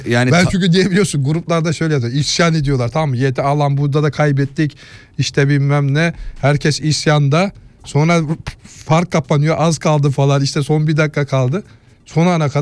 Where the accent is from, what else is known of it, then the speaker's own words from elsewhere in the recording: Giresun, Turkey; Biz Giresunlular olarak bir şeyin şeyini çekiyoruz yani, evet.